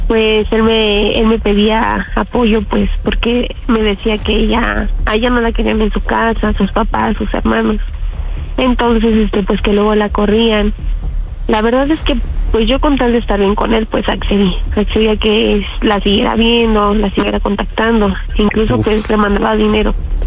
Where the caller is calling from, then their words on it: Mexico City, Mexico; Tengo 35 años y soy de Iztapalapa.